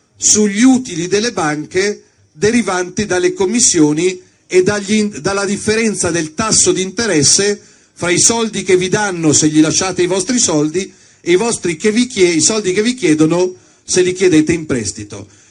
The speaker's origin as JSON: {"language": "Italian", "region": "Lombardy", "country": "Italy", "said": "chi c'è dalla mia Lombardia?"}